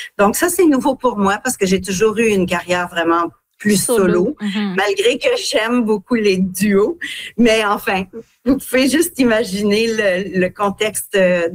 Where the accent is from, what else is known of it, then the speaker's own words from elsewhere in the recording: Ontario, Canada; Moi, je suis une franco-ontarienne j'ai mon tatou franco-ontarien, comme on dit, depuis longtemps.